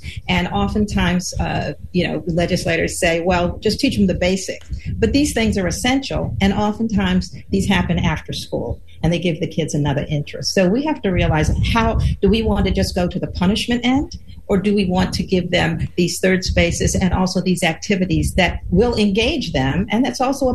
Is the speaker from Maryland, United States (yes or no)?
yes; Baltimore, Maryland, United States; Baltimore, my hometown